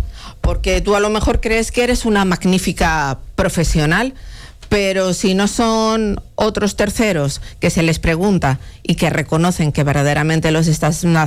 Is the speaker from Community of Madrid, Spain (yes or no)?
yes; Madrid, Community of Madrid, Spain; moved away as an adult; now in Dominican Republic; España, yo soy de Madrid.